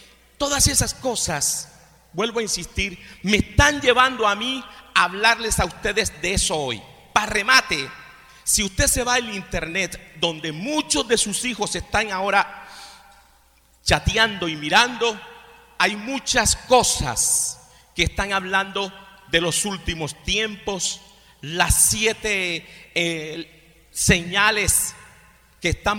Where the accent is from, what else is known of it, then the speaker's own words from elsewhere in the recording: Cartagena, Bolívar, Colombia; moved away; el sábado me fui a Cartagena, a mi pueblo.